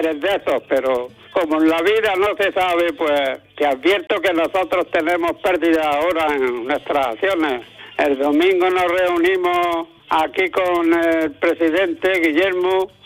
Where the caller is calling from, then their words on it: Almuñécar, Andalusia, Spain; de Almuñécar, el gerente de la Peña El Aguacate.